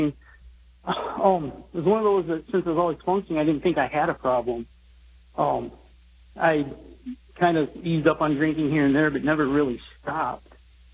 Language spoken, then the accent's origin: English; Akron, Michigan, United States; I grew up in Akron, Michigan, a small farm town.